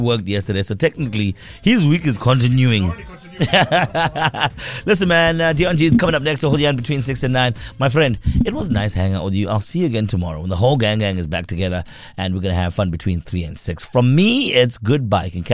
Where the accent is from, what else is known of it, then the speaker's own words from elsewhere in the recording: Mandeni, KwaZulu-Natal, South Africa; decide that they're going to give us snow in Mandaini. Then I'll drive.